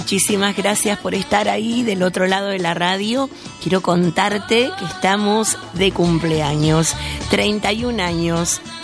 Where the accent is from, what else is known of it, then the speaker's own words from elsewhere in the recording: Argentina; Somos un ministerio argentino. Estamos transmitiendo todo esto desde Buenos Aires, desde esta hermosa ciudad de Buenos Aires